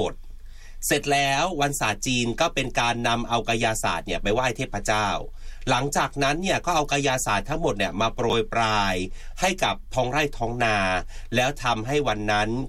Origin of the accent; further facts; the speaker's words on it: Hainan, China; คือทุกคนก็รู้นะว่า … เนี่ยมาจากเมืองไหหลำ